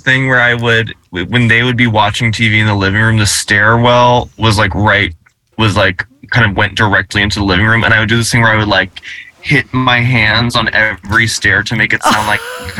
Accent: Tennessee, United States; ever since I was a kid mm-hmm. growing up in Tennessee

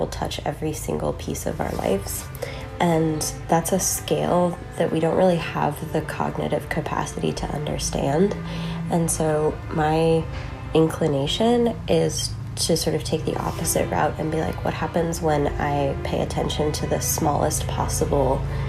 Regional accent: Utah, United States; And I grew up in Utah in the West. And so my immersion in the natural world was really different than it is now living in the Northeast.

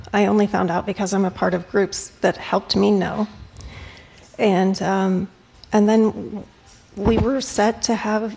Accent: Texas, United States; Well, first of all, we moved here from Texas, thinking this was a safe state.

